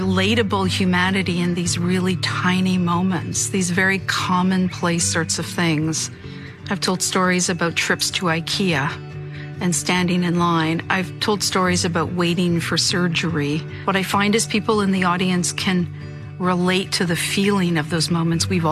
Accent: Montreal, Quebec, Canada; I'm from Montreal, Canada, and I'm a writer and a storyteller, and I work in communications.

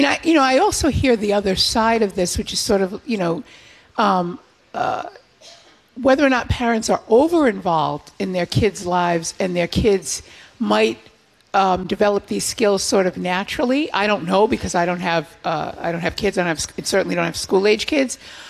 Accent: East Providence, Rhode Island, United States; I don't think I ever went to a school growing up in East Providence, Rhode Island that was, more than a quarter of a mile away from where I lived.

